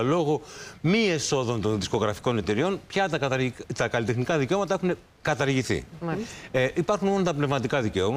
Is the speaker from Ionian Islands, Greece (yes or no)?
no; Tripoli, Peloponnese, Greece; Αν και είμαι και εγώ από την Τρίπολη, όπως ο … είναι από την Ασέα